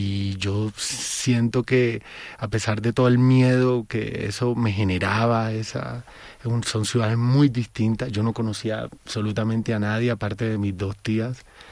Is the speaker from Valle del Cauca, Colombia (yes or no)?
no; Cartagena, Bolívar, Colombia; moved away as an adult; now in Bogotá, Colombia; Y yo soy de Cartagena